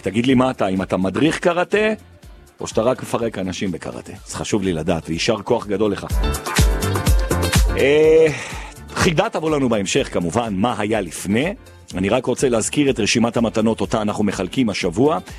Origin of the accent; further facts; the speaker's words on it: Jerusalem, Jerusalem District, Israel; אני ירושלמי, אני מפחד מהבוללה.